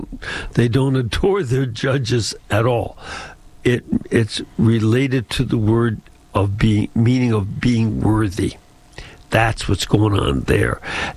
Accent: United States; especially as an American

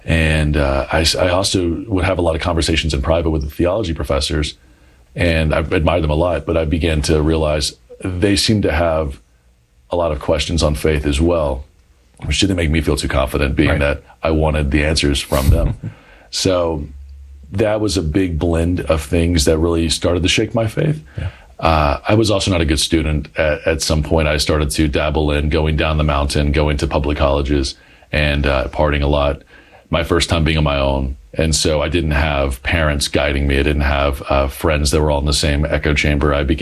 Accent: Douglasville, Georgia, United States; So I grew up in Metro Atlanta. I grew up in Douglasville, Georgia.

